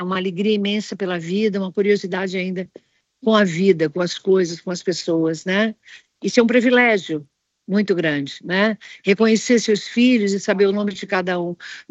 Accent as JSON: {"language": "Portuguese", "region": "Rio de Janeiro", "country": "Brazil", "said": "o Rio de Janeiro, então, que eu venho da cidade do Rio de Janeiro, é um desrespeito tremendo, sabe?"}